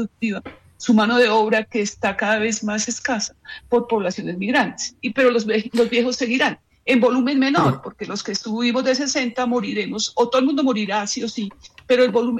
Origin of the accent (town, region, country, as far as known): Colombia